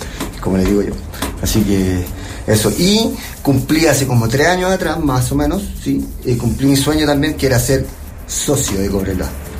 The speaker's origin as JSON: {"language": "Spanish", "town": "Santiago", "region": "Santiago Metropolitan Region", "country": "Chile", "said": "que no soy de Calama, soy de Santiago."}